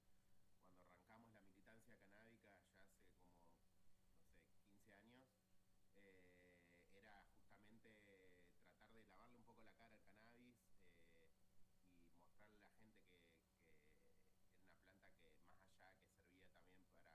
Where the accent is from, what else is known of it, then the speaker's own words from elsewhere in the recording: Neuquén, Argentina; now in Bariloche, Argentina; entonces tengo mi familia allá, yo soy de Neuquén